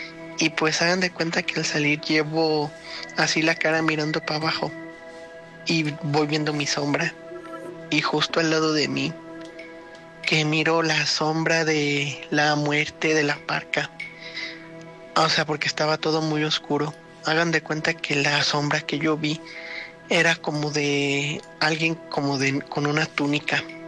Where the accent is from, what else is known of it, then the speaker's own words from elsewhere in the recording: San Francisco del Rincón, Guanajuato, Mexico; de San Francisco del Rincón, Guanajuato.